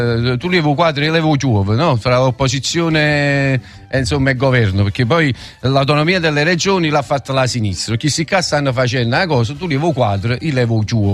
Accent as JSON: {"language": "Italian", "region": "Southern Italy", "country": "Italy", "said": "noi al sud"}